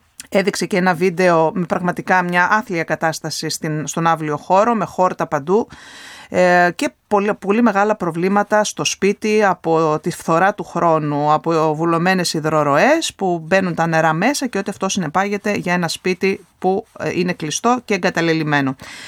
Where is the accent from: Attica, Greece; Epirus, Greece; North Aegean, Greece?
North Aegean, Greece; Agia Paraskevi; επειδή είμαι και από την Αγία Παρασκευή